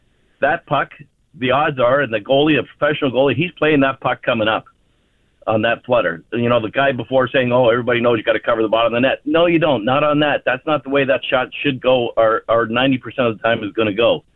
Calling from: Toronto, Ontario, Canada; I'm calling from Toronto.

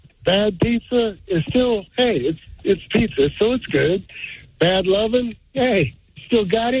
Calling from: Texas, United States; I'm not from Texas. I just live here

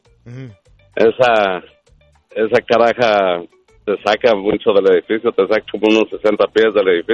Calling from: San Leandro, California, United States; Aquí en San Francisco. Vivo en San Leandro, pero aquí en San Francisco.

